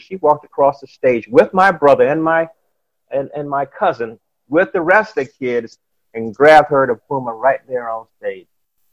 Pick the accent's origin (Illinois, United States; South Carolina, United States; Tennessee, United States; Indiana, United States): South Carolina, United States; Lake City; He didn't want to leave Lake City at that time, our hometown, to go up to Virginia